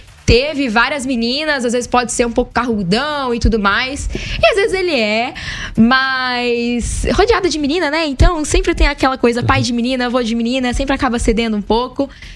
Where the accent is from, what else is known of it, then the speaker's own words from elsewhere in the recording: Piraju, São Paulo, Brazil; moved away as an adult; now in Ribeirão Preto, Brazil; eu sou daqui de Piraju, na verdade eu cresci aqui em Piraju, vivi e cresci aqui em Piraju